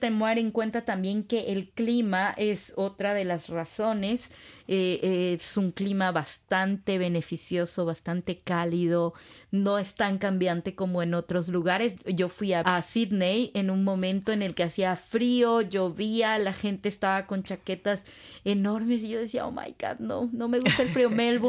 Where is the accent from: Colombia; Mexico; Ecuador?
Ecuador; Quito, Pichincha; moved away as an adult; now in Gold Coast, Australia; yo vengo de Ecuador, de Quito, que es frío.